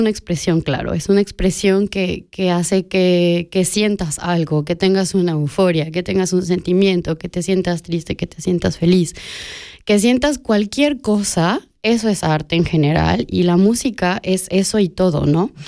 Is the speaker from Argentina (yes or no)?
no; Mexico; esta melancolía que tenemos como latinoamericanos y mexicanos con esta música del rock banquetera, callejera, que nos traslada a no solo a nuestras casas, a nuestra tierra